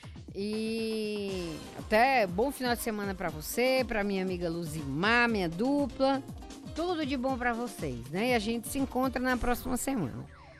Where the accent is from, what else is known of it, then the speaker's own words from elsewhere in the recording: Fortaleza, Ceará, Brazil; born there; moved away; lá da minha terra, lá de Fortaleza